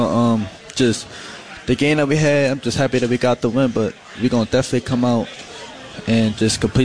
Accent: Woodbridge, Virginia, United States; moved away as an adult; now in Syracuse, United States; I'm from Woodbridge, Northern Virginia.

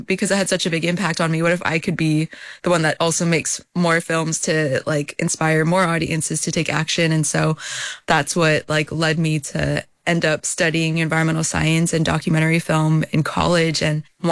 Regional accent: Hawaii, United States; Yes, I grew up in Hawaii

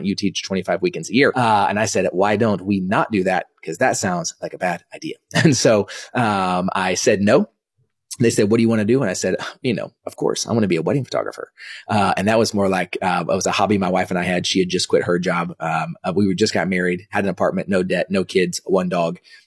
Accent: Dallas, Texas, United States; also born or lived in Kansas; So I was born in 1983. I was born in Kansas, only there for about a week. Came back to Dallas, and I wo

